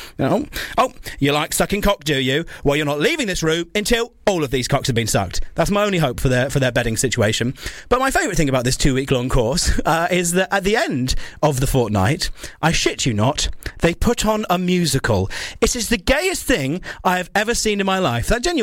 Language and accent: English; Dorset, South West England, United Kingdom; born there; now in London, United Kingdom; Dorset Council, one close to my heart, my Dorset Council, probably my hometown council